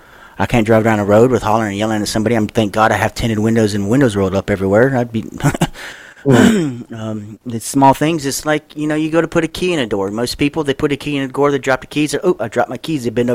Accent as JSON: {"language": "English", "region": "Louisiana", "country": "United States", "tie": "born or raised there"}